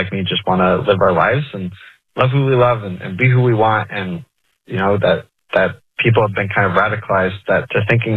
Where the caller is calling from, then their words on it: Chicago, Illinois, United States; I'm calling from Chicago.